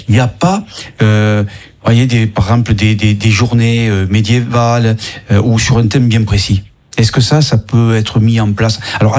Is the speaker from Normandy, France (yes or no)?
no; Montpellier, Occitanie, France; je suis montpelliérain